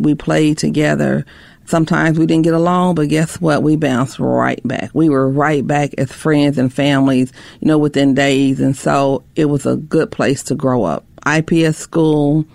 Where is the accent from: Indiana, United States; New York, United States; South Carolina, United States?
Indiana, United States; Indianapolis; So Hallville is a very tight-knit community. I mean, like, tight-knit. We knew our neighbors.